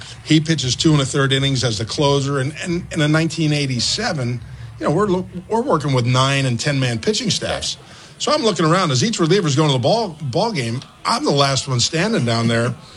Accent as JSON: {"language": "English", "region": "New Jersey", "country": "United States", "tie": "born or raised there", "said": "growing up in New Jersey, right south of New York City, he always picked Tom Seaver."}